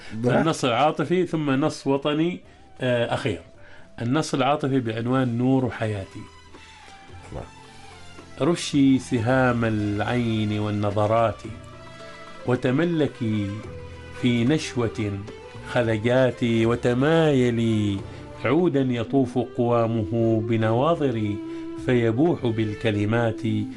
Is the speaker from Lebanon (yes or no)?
no; Oman; نحن عندنا في عمان